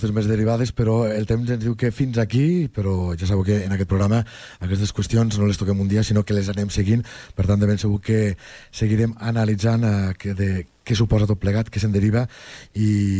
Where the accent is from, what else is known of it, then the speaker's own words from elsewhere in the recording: Lleida, Catalonia, Spain; la gent que som de Lleida